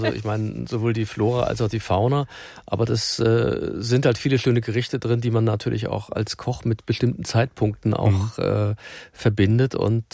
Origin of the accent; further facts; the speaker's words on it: Northern Germany, Germany; Ja, ich bin ja Norddeutscher.